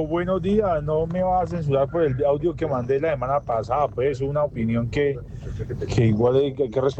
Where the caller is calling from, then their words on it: Florida, Valle del Cauca, Colombia; yo soy el chico de Florida, el de la bomba